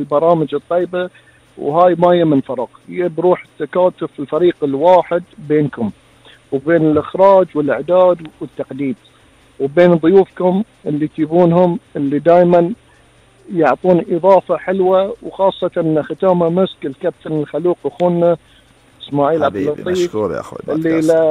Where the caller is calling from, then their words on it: Bahrain; رافعين راسنا احنا كبحرينيين